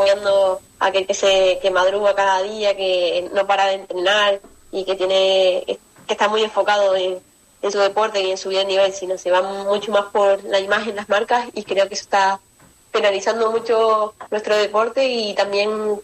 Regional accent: Tenerife, Canary Islands, Spain; no, soy de otra isla, de Tenerife, que ahí también tenemos olas muy buenas

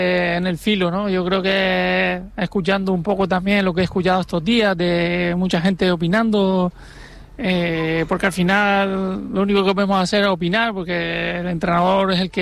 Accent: Canary Islands, Spain

